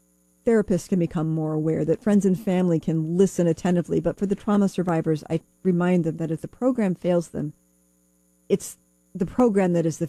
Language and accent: English; Bloomington, Indiana, United States; My very first smoky one in my hometown of Bloomington